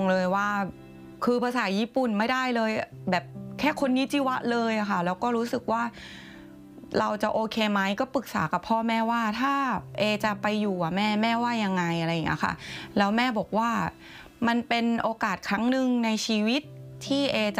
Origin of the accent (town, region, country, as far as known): Isan, Thailand